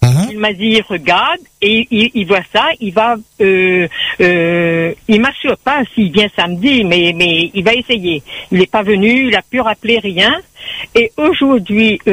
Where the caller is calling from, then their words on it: Saint-Denis, Réunion; C'est pas Saint-Joseph, hein, je suis sur Saint-Denis.